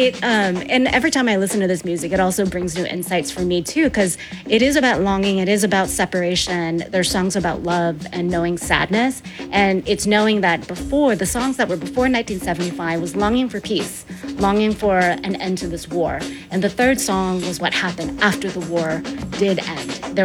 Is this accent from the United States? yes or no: yes; Olympia, Washington, United States; he ended up in Olympia, Washington, which is my hometown.